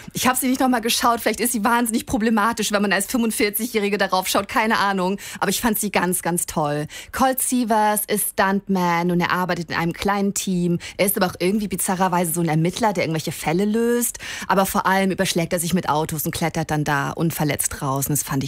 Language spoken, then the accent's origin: German; Thuringia, Germany; born there; Also, ich bin ja ein Kind der 80er. Und ich bin in Thüringen geboren